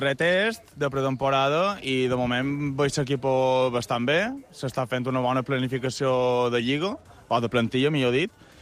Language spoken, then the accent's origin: Catalan; Balearic Islands, Spain; jo com a mallorquí i mallorquinista, jo m'agrada molt i m'ha cultivat.